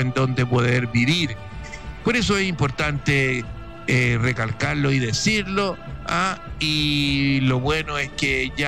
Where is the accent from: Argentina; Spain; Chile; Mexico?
Chile; now in Sweden; nosotros los latinoamericanos, por lo menos yo como chileno, que vivo acá en Suecia más de 35 años